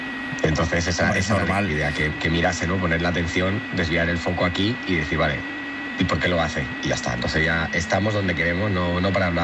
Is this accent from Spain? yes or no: yes; Madrid, Community of Madrid, Spain; now in Sevilla la Nueva, Spain; En Ventas, yo soy de Madrid, en el de el Manuel Becerra, el número 2.